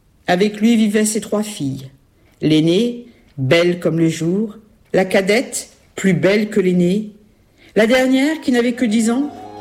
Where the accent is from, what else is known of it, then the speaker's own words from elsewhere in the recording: Grand Est, France; Chez nous en Lorraine, il y a eu Emmanuel Cosquin, qui a aussi collecté beaucoup de contes.